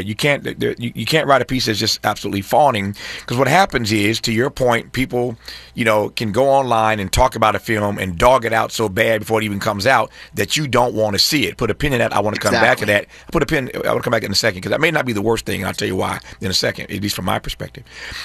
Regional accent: Indiana, United States; also born or lived in Mississippi; as a kid growing up in Indiana, born in Mississippi

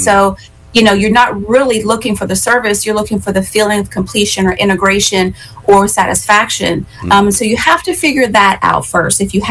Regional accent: Pennsylvania, United States; born there; moved away; also born or lived in Philadelphia; there's been a lot of excitement in my home state of Pennsylvania, mm-hmm. In my former stomping grounds, Philadelphia.

